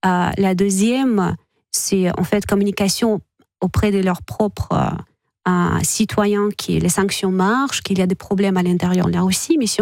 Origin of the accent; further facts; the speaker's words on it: Russia; moi, en tant que Russe, et je suis allée à Moscou il n'y a pas très longtemps